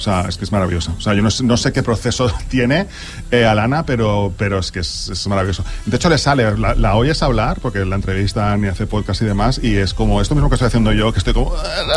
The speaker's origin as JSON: {"language": "Spanish", "town": "Premià de Mar", "region": "Catalonia", "country": "Spain", "said": "yo que soy de Premiá"}